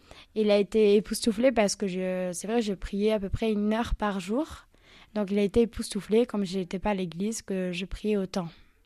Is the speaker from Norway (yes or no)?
no; Marseille, Provence-Alpes-Côte d'Azur, France; Et moi, j'habitais à Marseille, je suis marseillaise.